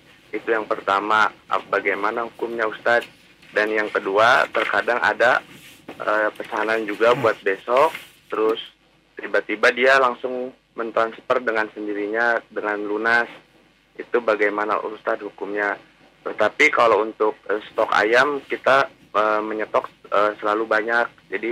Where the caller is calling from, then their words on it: Cikarang, West Java, Indonesia; Saya dari Cikarang, Bekasi.